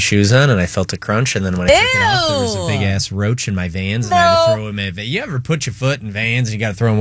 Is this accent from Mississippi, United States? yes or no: no; Arizona, United States; now in Florida, United States; Growing up in Arizona